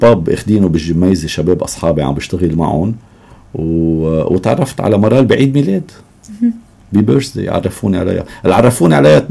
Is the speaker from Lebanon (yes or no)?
yes; Beirut, Beirut Governorate, Lebanon; accent: Beiruti; ما يتضايقوا من لهجتي البيروتيه